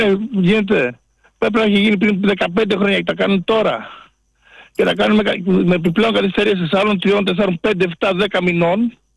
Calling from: Volos, Thessaly, Greece; από το Βόλο

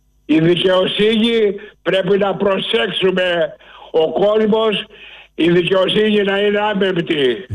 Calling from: Distomo, Central Greece, Greece; Είμαι ένας χωρικός από το Δίστομο.

